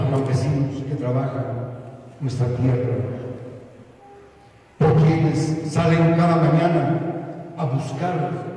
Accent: Coracora, Ayacucho, Peru; como coracoreño que soy

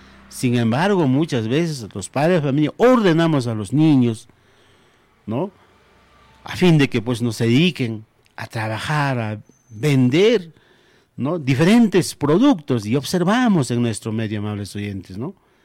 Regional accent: Peru; como peruanos, deberíamos de evitar la explotación de estos niños

